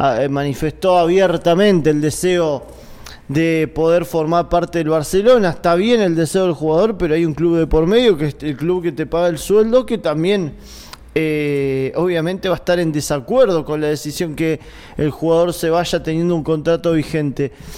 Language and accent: Spanish; Argentina